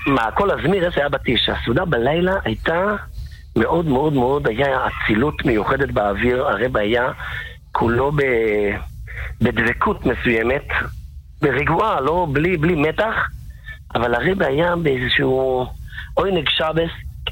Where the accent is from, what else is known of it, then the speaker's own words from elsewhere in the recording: Beit Hilkia, Central District, Israel; אנחנו היינו גרים בבית חלקיה, ההורים שלי, שם גדלתי את שנות הילדות